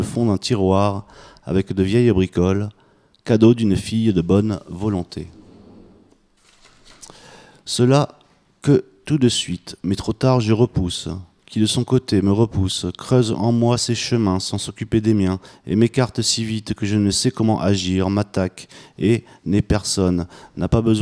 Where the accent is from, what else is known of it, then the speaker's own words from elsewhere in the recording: Île-de-France, France; accent: Parisian; Je suis repéré, là, c'est bon. J'arrête, je prends mon accent parisien, maintenant.